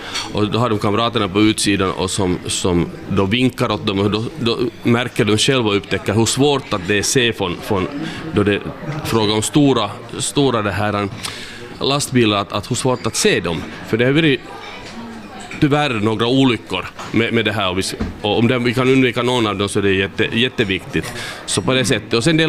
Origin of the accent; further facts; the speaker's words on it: Kokkola, Central Ostrobothnia, Finland; moved away as an adult; now in Nykarleby, Finland; jag är uppväxt i Karleby och nära Karleby finns en plats som heter Öja, och där har jag tillbringat på en ö min barndom